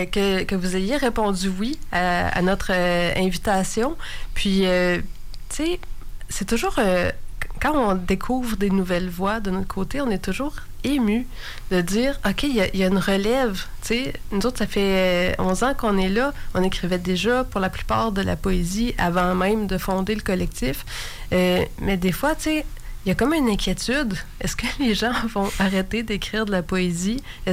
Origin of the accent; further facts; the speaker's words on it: Quebec, Canada; moved away; moi, je viens quand même du fin fond d'Abitibi, puis j'étais pas mal loin du milieu littéraire, on pourrait dire que j'étais à peu près à 1000 kilomètres.